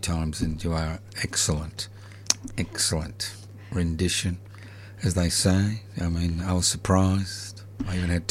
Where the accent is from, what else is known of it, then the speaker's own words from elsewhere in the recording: Australia; born there; first language Italian; English is a second language; I was born here